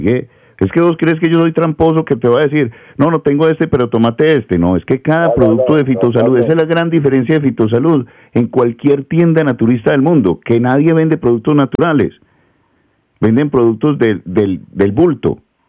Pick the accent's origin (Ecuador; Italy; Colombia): Colombia; Medellín, Antioquia; a Prado Centro, donde yo nací, en la cuadra donde yo nací